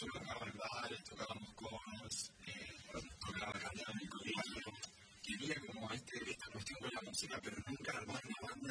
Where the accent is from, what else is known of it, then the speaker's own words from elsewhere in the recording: Argentina; Somos como muy argentinos, sí